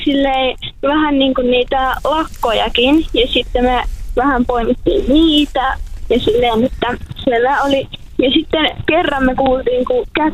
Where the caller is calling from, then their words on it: Ylöjärvi, Pirkanmaa, Finland; No, mä oon Ylöjärveltä